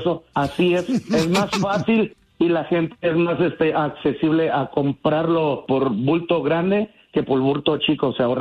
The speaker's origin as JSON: {"language": "Spanish", "region": "Veracruz", "country": "Mexico", "said": "Yo me vine de Veracruz hace mucho tiempo, muchos años."}